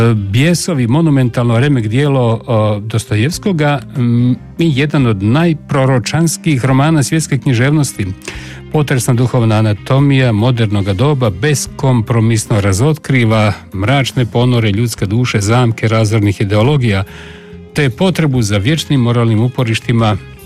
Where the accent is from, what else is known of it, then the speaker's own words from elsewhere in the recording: Osijek, Osijek-Baranja County, Croatia; rekao ste vi gospođo možda iz Osijeka, jesam, kako znate, pa rekao nije teško.